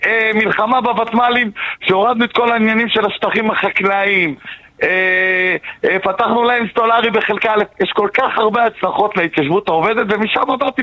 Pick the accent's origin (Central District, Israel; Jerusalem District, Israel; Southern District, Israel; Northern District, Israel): Northern District, Israel; Goren; אני גר במושב, זהו, אני גר במושב גורן, אני מגליל המערבי, הייתי מפונה שנתיים מהבית כמעט, וחזרנו, חזרנו ליישב את הגליל